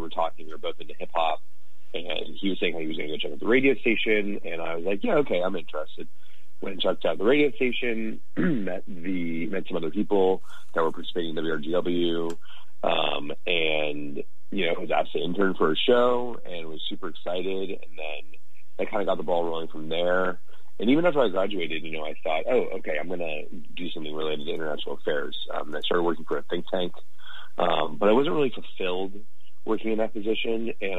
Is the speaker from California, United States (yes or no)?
no; Arlington, Virginia, United States; and I'm from Arlington, Virginia.